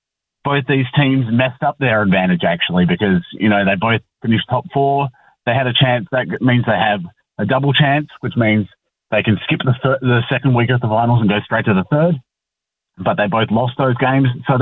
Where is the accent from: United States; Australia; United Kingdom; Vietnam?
Australia; Fremantle, Western Australia; I grew up around Fremantle